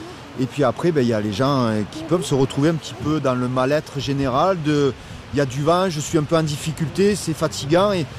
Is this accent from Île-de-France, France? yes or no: no; Provence-Alpes-Côte d'Azur, France; je suis un natif du Mont Ventoux, donc ici je suis chez moi.